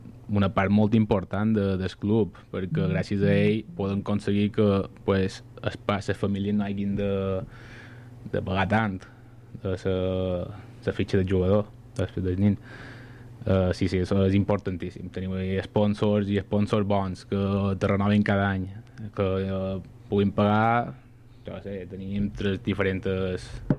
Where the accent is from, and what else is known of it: Artà, Balearic Islands, Spain; born or raised there